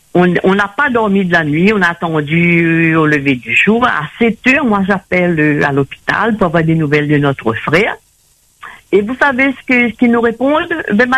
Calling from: Saint-Denis, Réunion; moi j'appelle de Saint-Denis.

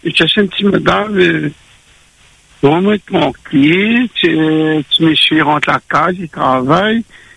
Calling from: Lyon, Auvergne-Rhône-Alpes, France; j'habite à Lyon, moi.

